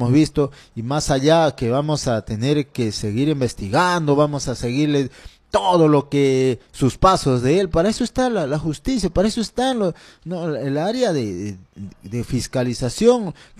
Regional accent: Peru; Somos peruanos

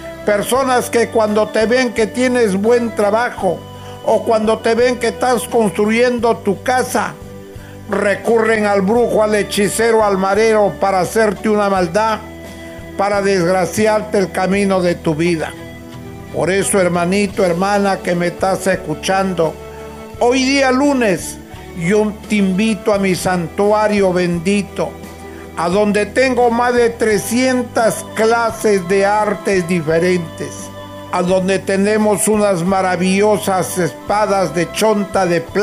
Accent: northern Peru, Peru; como buen norteño que soy

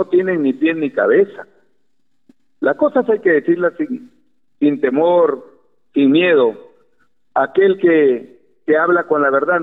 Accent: Olmos, Lambayeque, Peru; yo he venido a luchar por mi pueblo.

